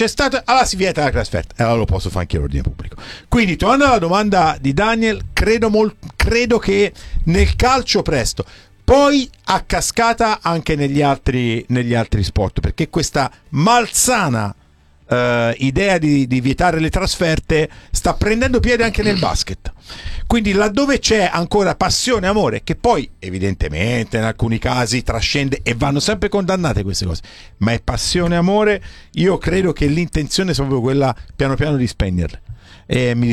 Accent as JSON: {"language": "Italian", "town": "Livorno", "region": "Tuscany", "country": "Italy", "said": "Sì, io dico sempre, sono un livornese un po' atipico"}